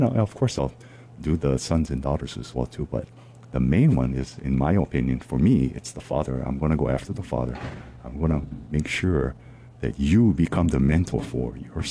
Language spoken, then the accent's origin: English; Kailua, Hawaii, United States; growing up in Kailua